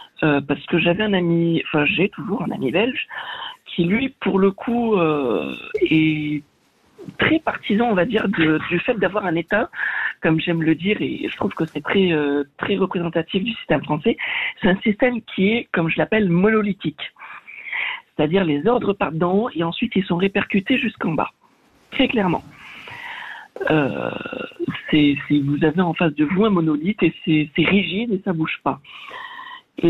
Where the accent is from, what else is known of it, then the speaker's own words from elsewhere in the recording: South-West France, France; je viens du sud-ouest de la France, on a quand même une langue dans le sud-ouest de la France qui s'appelle l'occitan.